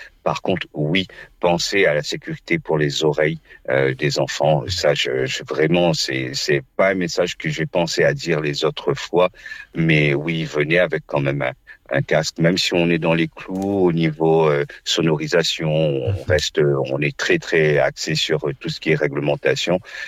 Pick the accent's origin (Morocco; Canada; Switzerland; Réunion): Réunion; first language Réunion Creole; French is a second language; le créole quand même soit reconnu et pas juste une seconde langue, puisqu'on vit avec ça, on est avec ça, c'est notre langue natale.